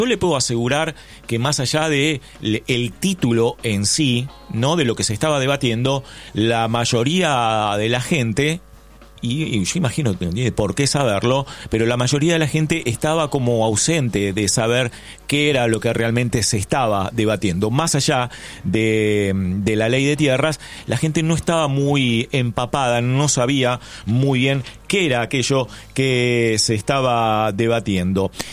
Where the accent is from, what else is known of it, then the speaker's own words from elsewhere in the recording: San Miguel, Buenos Aires Province, Argentina; Yo soy de San Miguel.